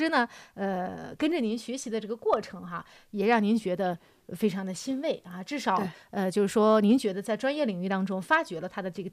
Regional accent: Inner Mongolia, China; 也算是我们自治区的一个专业特色。

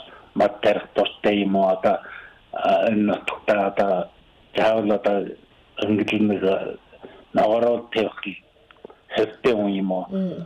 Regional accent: Inner Mongolia, China; Одоо манай нутаг одоо өвөр Монголд яваг байхгүй.

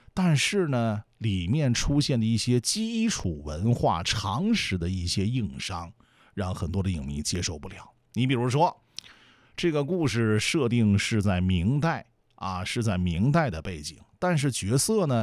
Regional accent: China; 我们中国人

